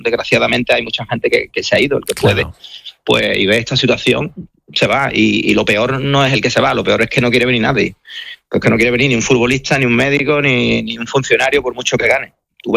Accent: Spain; yo soy español antes que comerciante

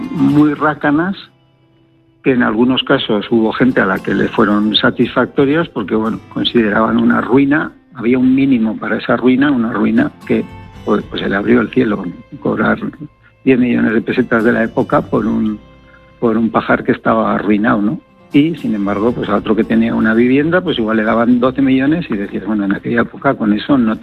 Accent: Artozki, Navarre, Spain; born there; moved away as an adult; now in Nagore, Spain; desde el 2003 que nos tuvimos que ir de Artozki

